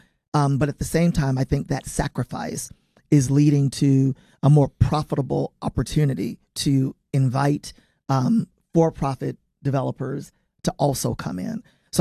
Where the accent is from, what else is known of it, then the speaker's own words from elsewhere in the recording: Somerville, Tennessee, United States; I grew up out in Somerville in the neighboring county, Fayette County, in an old dilapidated house with no central air and heat.